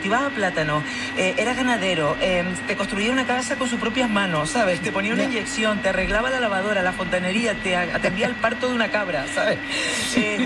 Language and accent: Spanish; El Paso, Canary Islands, Spain; now in Madrid, Spain; soy del municipio del Paso, que me fui de La Palma por salir del Paso